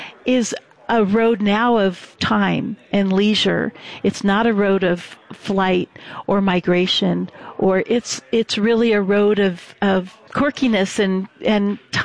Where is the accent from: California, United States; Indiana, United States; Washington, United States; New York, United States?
California, United States; Los Angeles; Now, granted, I grew up in Hollywood